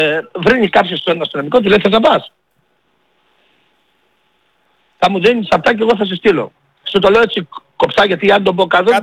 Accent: Greece; εγώ είμαι Έλληνας

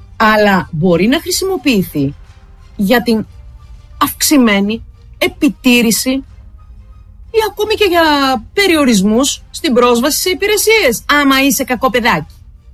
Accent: Greece; born there; Και ότι είμαι τυχερή που έχω γεννήθηκα στην Ελλάδα που έχει ήλιο και καλό καιρό.

